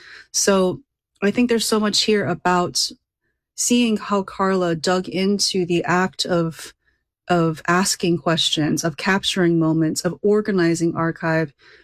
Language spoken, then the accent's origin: English; Sugar Land, Texas, United States; now in New York, United States; I grew up in Sugar Land. Sugar Land is right next to Missouri City.